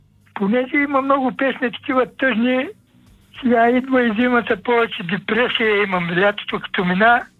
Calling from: Plovdiv, Plovdiv Province, Bulgaria; аз съм от Пловдив, града на Питетата и Съединението.

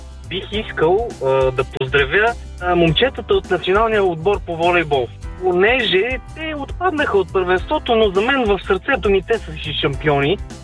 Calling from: Sofia, Sofia City, Bulgaria; съм доставчик от София.

